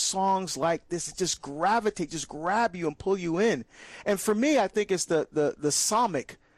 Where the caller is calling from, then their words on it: Texas, United States; I'm listening from Texas on 106.9 radio station.